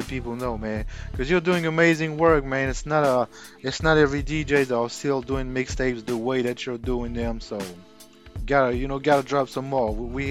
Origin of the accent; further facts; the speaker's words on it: Orléans, Centre-Val de Loire, France; now in near Nantes, France; I'm from Orléans. It's in the middle of France, not too far from Paris, like an hour away from Paris.